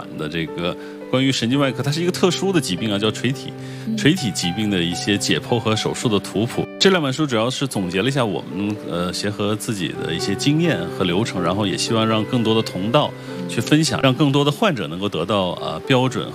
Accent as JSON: {"language": "Chinese", "town": "Guangzhou", "region": "Guangdong", "country": "China", "tie": "born or raised there", "moved": "yes", "lives_now": "Beijing, China", "said": "我是在广州出生长大的"}